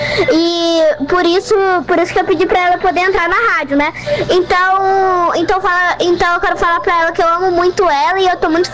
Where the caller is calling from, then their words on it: Goiás, Brazil; Eu tô aqui na casa dos meus avós, eu sou de Goiás.